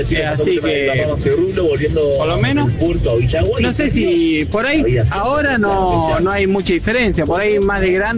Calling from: Venado Tuerto, Santa Fe, Argentina; Soy de Venado Tuerto

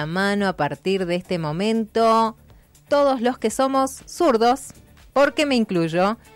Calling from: Neuquén, Argentina; de Neuquén Capital, bendiciones.

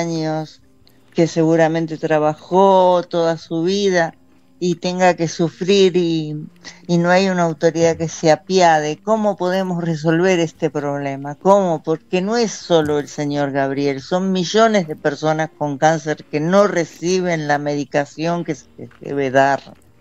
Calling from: Buenos Aires, Argentina; vivo en Balvanera, donde hay un crisol de raza, de todos los colores, de todas las religiones

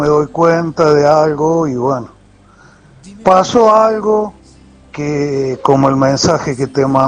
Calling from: Argentina; te lo digo como argentino

